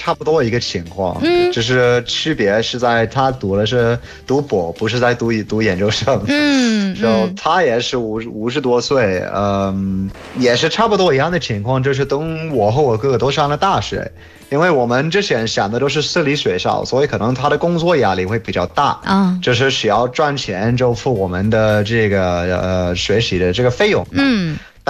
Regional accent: United Kingdom; Chinese is a second language; moved away

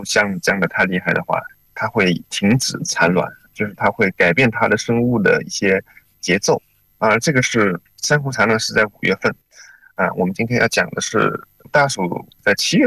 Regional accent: Guangdong, China

